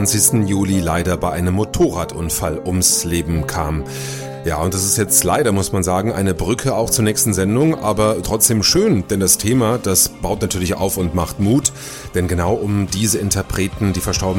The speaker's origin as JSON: {"language": "German", "region": "Saarland", "country": "Germany", "said": "wir drücken natürlich als Saarländer"}